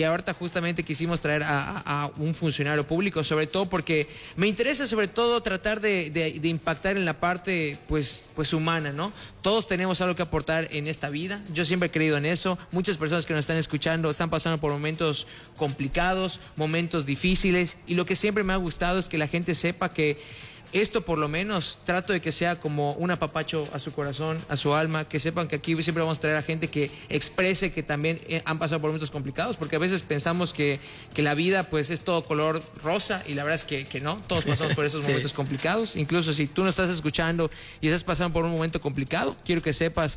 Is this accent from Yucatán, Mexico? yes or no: yes; Mérida, Yucatán, Mexico; Y digo nosotros por la parte de Mérida, de Yucatán.